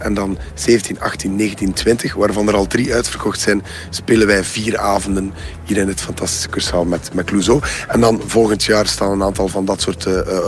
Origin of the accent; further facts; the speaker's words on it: Jabbeke, Flanders, Belgium; also born or lived in Bruges; Ik ben eigenlijk oorspronkelijk Bruggeling, maar ik ben opgegroeid in Jabbeke, Varsenaren. Dus eigenlijk op een boogschut van Oostende.